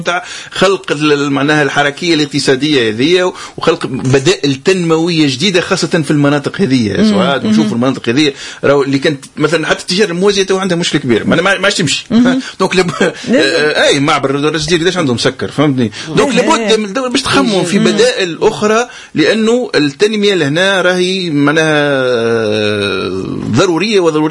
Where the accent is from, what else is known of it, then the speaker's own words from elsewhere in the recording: Tunisia; وحنا عندنا في تونس